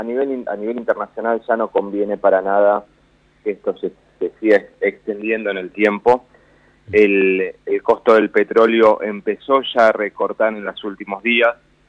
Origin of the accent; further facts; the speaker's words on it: Buenos Aires, Argentina; No, soy porteño, a veces me sale medio tonada, tengo familia salteña.